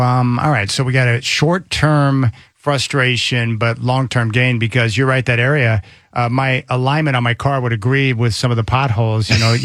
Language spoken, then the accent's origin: English; Oklahoma, United States; My mom called me, and I grew up in Oklahoma, so we were used to tornado warnings all the time.